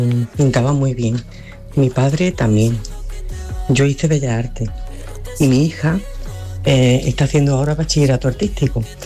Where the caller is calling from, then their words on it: Córdoba, Andalusia, Spain; de Córdoba.